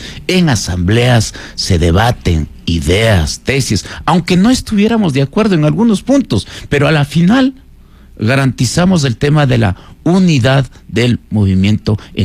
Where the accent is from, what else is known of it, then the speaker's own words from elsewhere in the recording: Olmedo, Pichincha, Ecuador; Nací en Olmedo, en la parroquia de Ayora, en la comunidad de Cariaco.